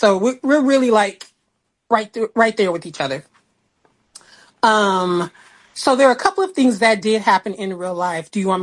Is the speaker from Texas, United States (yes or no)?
no; Marina, California, United States; we grew up in Marina, so it was pretty conservative.